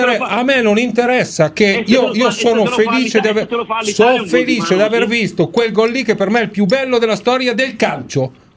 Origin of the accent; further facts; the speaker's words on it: Argentina; Sono argentino